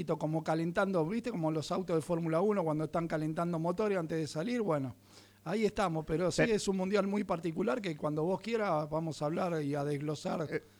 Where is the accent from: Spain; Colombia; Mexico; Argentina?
Argentina